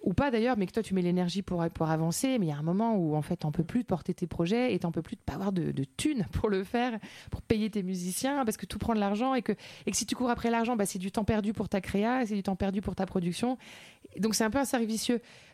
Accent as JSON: {"language": "French", "country": "France", "also_born_or_lived": "Latin America", "said": "parce que je chantais en français et que je suis française."}